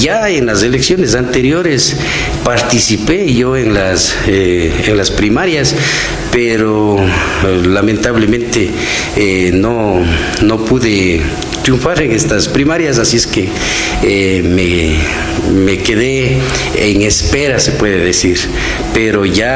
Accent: Cañar, Ecuador; creo que soy de acá, de Cañar de Pachacuti Urbano, el único afiliado

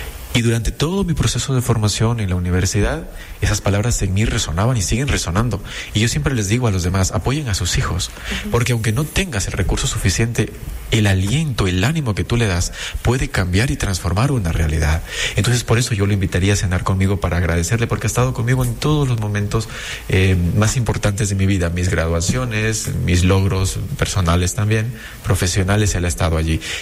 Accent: Zapotillo, Loja, Ecuador; moved away; lo más cercano a mi tierra, que es Loja, por supuesto, Zapotillo a Loja

